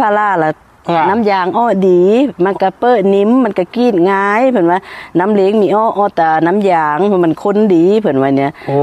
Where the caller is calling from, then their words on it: Kham Cha-i, Mukdahan, Thailand; ตำบลคําชะอีอำเภอคําชะอีจังหวัดมุกดาหารจ้า